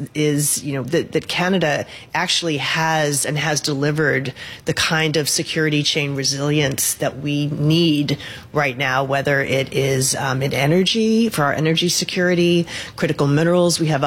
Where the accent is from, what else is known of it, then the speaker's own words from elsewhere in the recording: New England, United States; I mean, I come from New England.